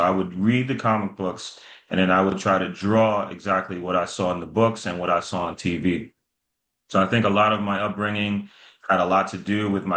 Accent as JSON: {"language": "English", "town": "New York City", "region": "New York", "country": "United States", "tie": "born or raised there", "said": "I grew up in the Bronx, New York."}